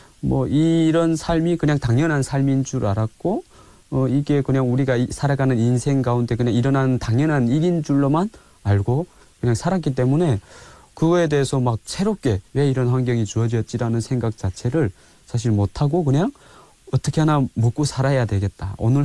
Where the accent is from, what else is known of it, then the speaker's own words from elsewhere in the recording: South Hamgyong, North Korea; now in South Korea; 북한의 고향은 함경남도 동해바다 지역에서 태어나서 자랐고요. 제가 92년도에 태어났는데요.